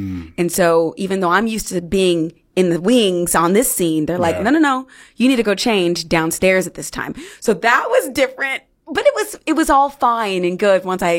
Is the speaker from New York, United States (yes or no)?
no; Fresno, California, United States; My hometown hero … she has 6 Tonys. And she's from Fresno, California.